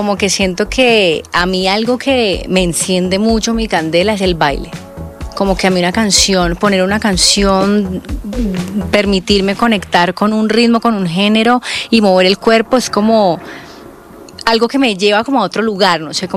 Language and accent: Spanish; Colombia; moved away